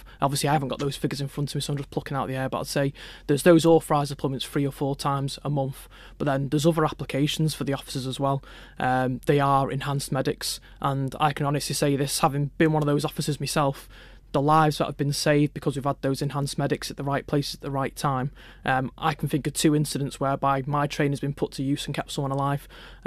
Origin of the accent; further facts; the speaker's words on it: Manchester, North West England, United Kingdom; Well, I grew up in Manchester